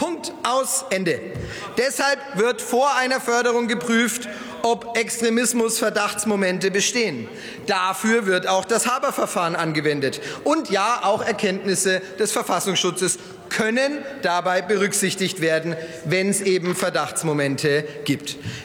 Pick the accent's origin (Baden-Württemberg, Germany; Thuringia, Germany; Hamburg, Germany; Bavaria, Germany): Bavaria, Germany; Erlangen; Es ist doch demokratisch nicht zu erklären, dass zum Beispiel in meiner Heimatstadt Erlangen eine Partnerschaft für Demokratie ein Begleitgremium Beschluss über Geldverteilung fasst